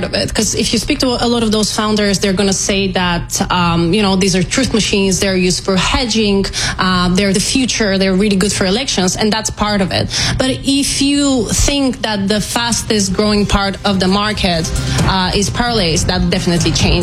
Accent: Bulgaria; English is a second language

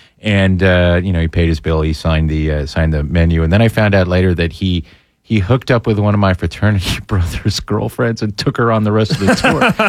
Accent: Tioga County, Pennsylvania, United States; I grew up in Tioga County, Pennsylvania.

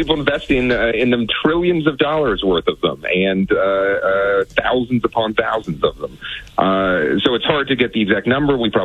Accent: Virginia, United States; in general, outside of Virginia, my hometown, our home state

